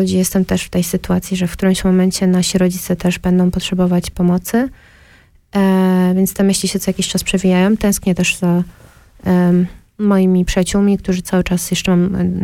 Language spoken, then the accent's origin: Polish; Częstochowa, Silesian Voivodeship, Poland; też jest zespołem z mojego rodzinnego miasta, z Częstochowy.